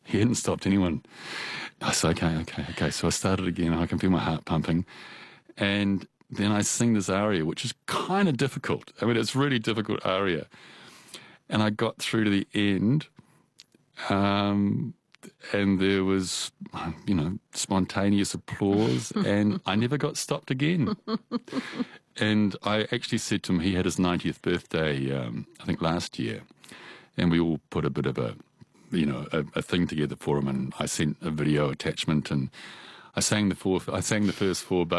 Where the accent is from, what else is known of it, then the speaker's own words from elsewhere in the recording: Christchurch, Canterbury, New Zealand; because I was from Christchurch, and he's very wooden on stage.